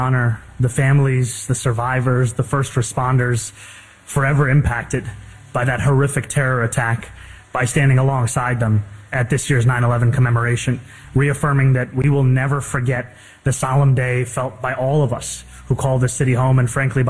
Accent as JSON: {"language": "English", "town": "New York City", "region": "New York", "country": "United States", "said": "as a New Yorker"}